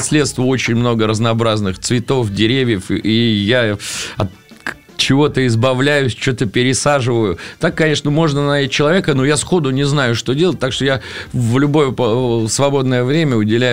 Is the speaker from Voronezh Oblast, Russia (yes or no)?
yes; Voronezh, Voronezh Oblast, Russia; Здравствуй, Воронеж. Очень рад быть в родном городе.